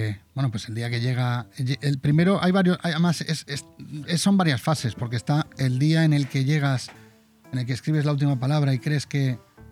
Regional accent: Benidorm, Valencian Community, Spain; pues soy de Benidorm y soy el mayor de la cuarta generación de una familia de empresarios turísticos.

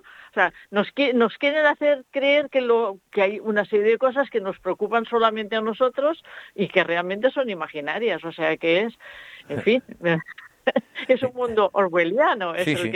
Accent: Catalonia, Spain; encima somos catalanes españoles

